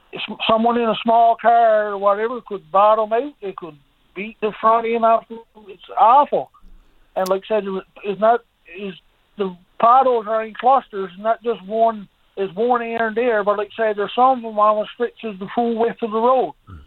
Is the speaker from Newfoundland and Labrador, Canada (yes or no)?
yes; Burgeo, Newfoundland and Labrador, Canada; now in Corner Brook, Canada; No, I'm in Cornerbrook, but I'm from Burgio.